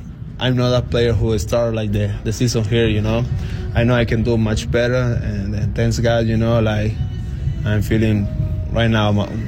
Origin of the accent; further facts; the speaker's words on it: Mexico; English is a second language; So where I'm from, it's a team like in my hometown, we have a team, and then I remember when the big leaguers, like, going, when they going to play with the team where I'm from